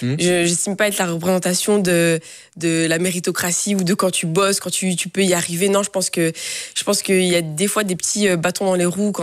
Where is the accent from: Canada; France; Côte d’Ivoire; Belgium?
Belgium; Molenbeek, Brussels; also born or lived in Tubize; J'ai grandi à Molenbeek, je suis née à Molenbeek, j'ai grandi jusqu'à mes 12 ans. Et puis je suis partie quelques années à Tubize et puis je suis revenue à Bruxelles.